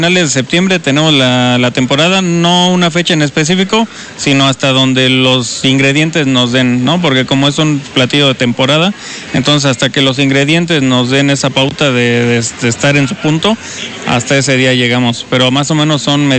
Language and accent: Spanish; Hidalgo, Mexico; moved away as an adult; now in Puebla, Mexico; soy de Hidalgo.